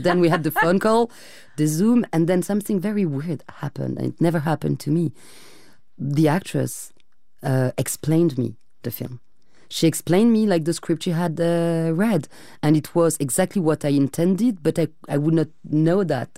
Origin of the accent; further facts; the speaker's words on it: United States; So as an American person living, like an American Jew livi